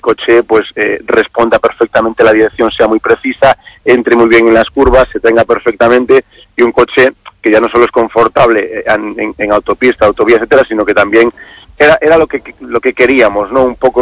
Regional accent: Galicia, Spain; Yo como gallego...

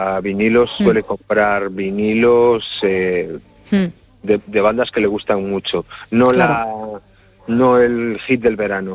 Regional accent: Cangas, Spain; yo soy de Cangas y tengo ese uh-huh. lenguaje aún de ir a sachar abeja.

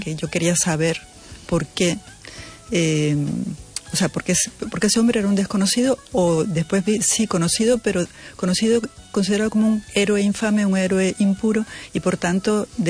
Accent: Canary Islands, Spain; De la isla de Gran Canaria.

